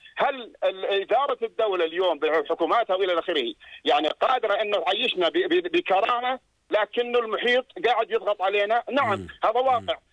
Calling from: Jordan; أنا أردني

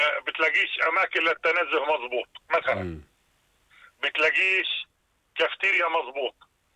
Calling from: Jordan; موجود عندنا في الاردن

